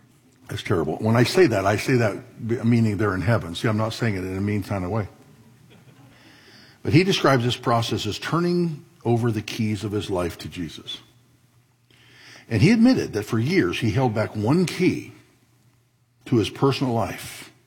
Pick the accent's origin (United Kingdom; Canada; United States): United States; After all, we're American.